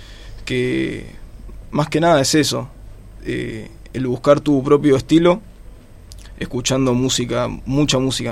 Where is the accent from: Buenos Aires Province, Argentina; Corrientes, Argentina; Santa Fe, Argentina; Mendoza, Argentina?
Buenos Aires Province, Argentina; Burzaco; Yo soy de Bursaco, en realidad.